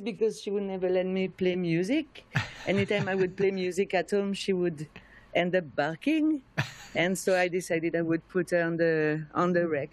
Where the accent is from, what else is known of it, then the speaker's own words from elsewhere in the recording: France; moved away as an adult; now in Montreal, Canada; I'm from France, but I came to Montreal to do an internship 15 years ago, and then I wanted to stay, and I started to play music in Montreal, and I stayed. So I feel like Montreal is my home now.